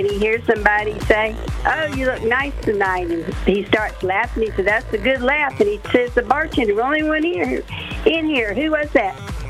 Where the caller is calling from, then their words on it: Columbus, Georgia, United States; from Columbus, Georgia.